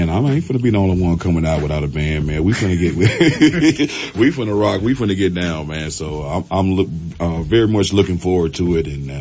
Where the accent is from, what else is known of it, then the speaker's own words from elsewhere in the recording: Magnolia, Arkansas, United States; for letting me off to go do my thing in my hometown of Magnolia, Arkansas.